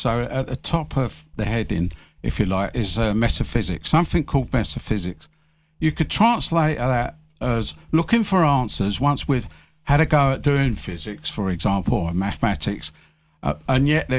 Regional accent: Bethnal Green, London, United Kingdom; now in St Ives, United Kingdom; I'm not a native to St. Ives. From my accent, you probably tell I'm from London, Bethnal Green. And we moved up there 8 years ago, and we're loving it.

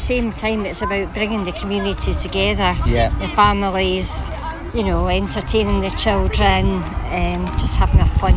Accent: Scotland, United Kingdom; now in Peterborough, United Kingdom; Well, being Scottish

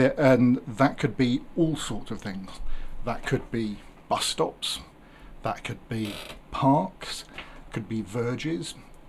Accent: Yeovil, South West England, United Kingdom; If I'm going to go back to my hometown, which is Yeovil. And as I know some of the family are listening in that part of the world, hi Mum and Dad.

